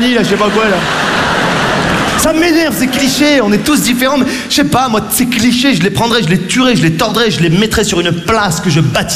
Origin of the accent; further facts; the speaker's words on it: Morocco; born there; Je suis né au Maroc. Ce qui est bien quand t'es marocain, quand tu vas aux States, si tu sais comment leur dire que t'es marocain, en anglais tu passes pour un américain.